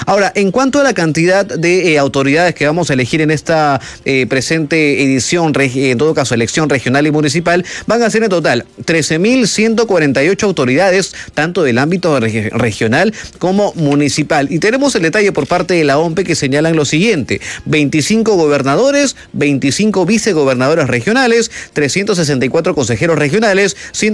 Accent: Peru; Nosotros como peruanos, como ciudadanos, siempre estamos ahí atentos a lo que sucede en nuestros distritos

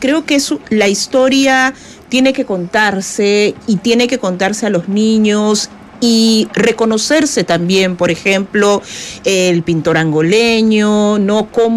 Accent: Peru

